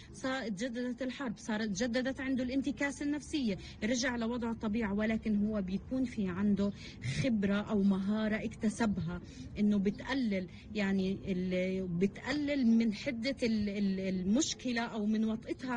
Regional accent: Gaza Strip, Palestine; احنا مجتمعنا الغزي من المجتمعات المحافظة

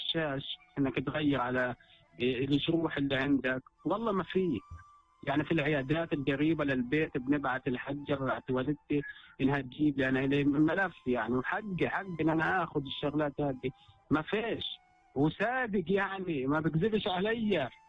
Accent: Palestine; أنا فلسطيني

